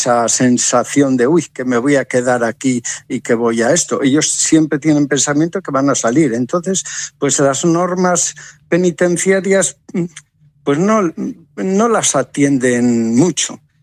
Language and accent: Spanish; Cantabria, Spain; como los españoles pues somos más, o los cántabros pues somos más